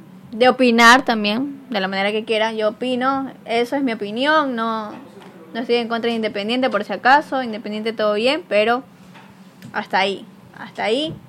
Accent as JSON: {"language": "Spanish", "country": "Ecuador", "said": "como ecuatoriana te digo"}